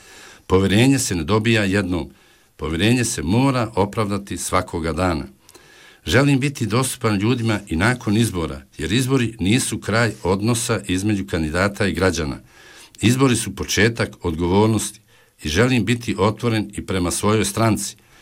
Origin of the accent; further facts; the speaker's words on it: Doboj Istok, Federation of Bosnia and Herzegovina, Bosnia & Herzegovina; also born or lived in Tuzla; Dolazim iz Doboj istoka, dobro poznajem ovaj kraj, ali sam kroz život vezan i za Tuzlu i za cijeli Tuzlanski kanton.